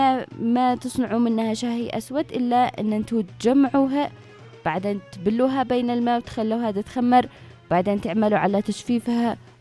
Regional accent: Yemen; عندنا في اليمن

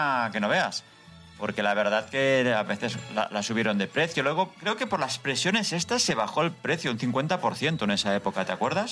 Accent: Mataró, Catalonia, Spain; somos de Mataró, estamos hablando de Mataró, está en la provincia de Barcelona. Creo que son 33 kilómetros.

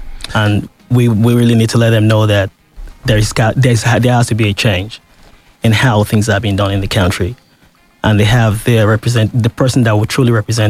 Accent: Ibadan, Oyo, Nigeria; I was born here in Ibadan, at Elekoro, right opposite Wesley College.

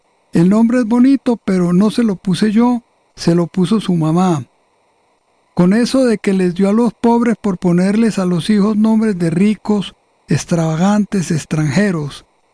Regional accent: Medellín, Antioquia, Colombia; born there; sala de la casa de la calle del Perú de la ciudad de Medellín, capital de Antioquia. En la casa en donde yo nací

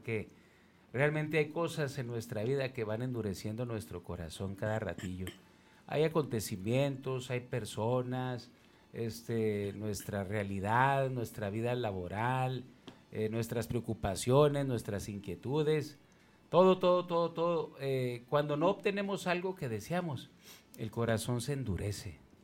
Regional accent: Monterrey, Nuevo León, Mexico; somos como regiomontanos

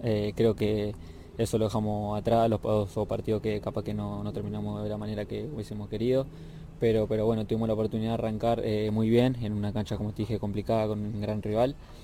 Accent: Argentina; moved away as an adult; now in United States; se vive acá en Estados Unidos, que bueno, yo vengo de Argentina y es muy diferente

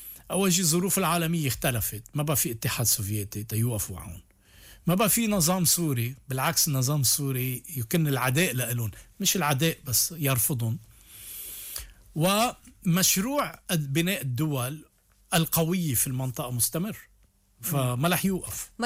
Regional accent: Lebanon; نحن كلبنانيين

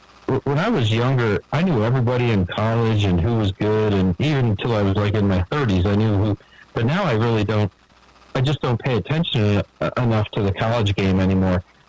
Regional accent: Baltimore, Maryland, United States; born there

